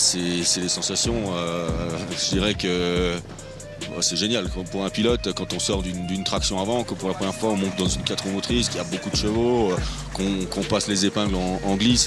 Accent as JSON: {"language": "French", "region": "Grand Est", "country": "France", "tie": "born or raised there"}